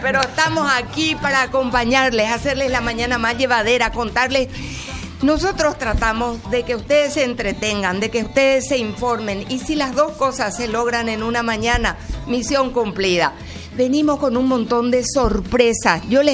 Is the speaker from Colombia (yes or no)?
no; Paraguay; Somos paraguayos, somos valientes